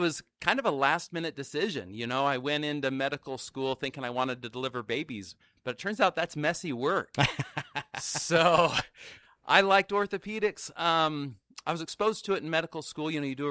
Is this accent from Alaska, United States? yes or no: yes; Alaska, United States; moved away as an adult; also born or lived in Hawaii / Provo, Utah / Virginia / Oregon; now in Utah, United States; I grew up in Alaska. I grew up in Kodiak and Juneau, Alaska. And then I've moved all over with my training since then, and including went to Hawaii for undergrad